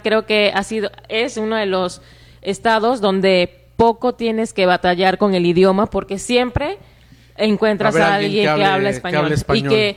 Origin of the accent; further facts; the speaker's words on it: Venezuela; no eres, en mi caso, de donde vienes, venezolano, venezolana